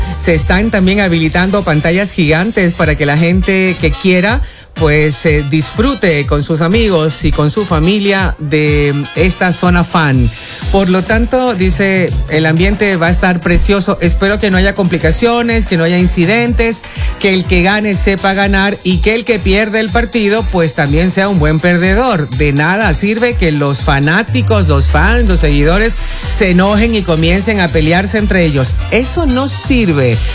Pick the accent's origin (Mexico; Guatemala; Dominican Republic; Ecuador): Ecuador; now in Spain; Soy ecuatoriano, pero también me siento español, Cecilia.